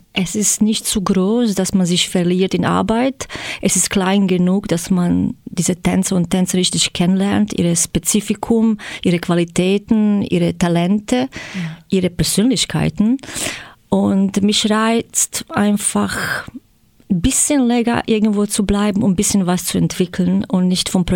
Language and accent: German; Zagreb, City of Zagreb, Croatia; German is a second language; moved away; Okay, ich komme aus Kroatien, in Zagreb geboren. Mhm. Und hier zugezogen in August, vor einem Monat jetzt.